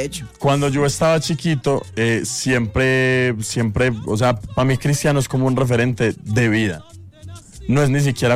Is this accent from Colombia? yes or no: yes; Colombia; Cualquiera de nosotros como colombiano dice, es cierto.